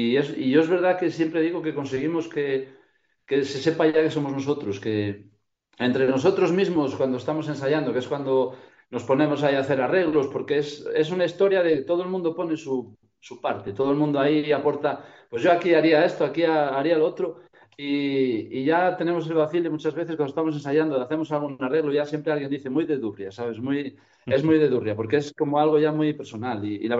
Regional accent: Castile and León, Spain; Entonces, tiene todo un poco que ver con la Ciana y con la zona de donde yo vengo.

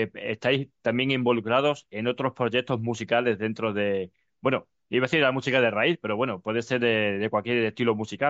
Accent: Extremadura, Spain; por mi tierra, por Extremadura

